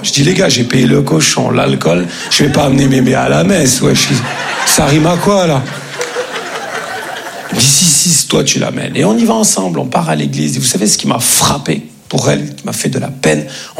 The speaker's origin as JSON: {"language": "French", "region": "Grand Est", "country": "France", "said": "Comme on dit chez nous en Lorraine."}